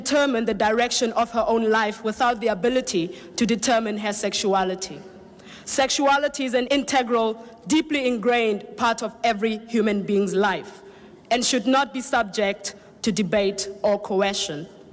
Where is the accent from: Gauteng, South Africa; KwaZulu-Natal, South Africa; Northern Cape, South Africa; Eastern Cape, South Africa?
Gauteng, South Africa; Soweto; I'm from Soweto, South Africa, where I have lived all my life